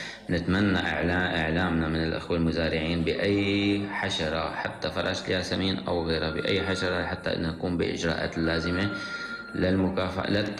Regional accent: Syria; عندنا في سوريا

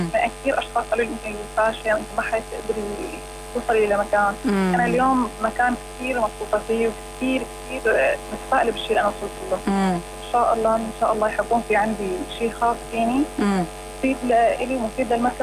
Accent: Syria; إحنا كشباب سوري

